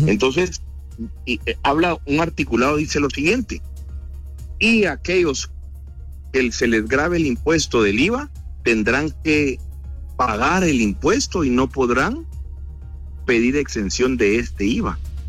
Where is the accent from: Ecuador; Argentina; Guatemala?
Guatemala; todo lo que todos los guatemaltecos consumen lo consumo yo, no compro cosas extraordinarias, soy un guatemalteco común y corriente.